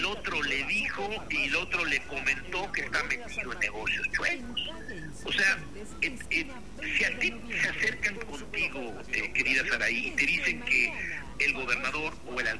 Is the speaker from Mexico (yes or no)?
yes; Mexico; no únicamente somos víctimas los mexicanos